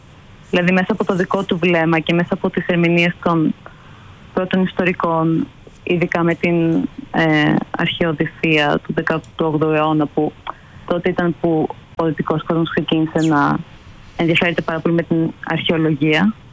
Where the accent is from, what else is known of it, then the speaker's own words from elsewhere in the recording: Greece; now in London, United Kingdom; Εγώ είμαι Ελληνίδα, αλλά μένω στο Λονδίνο.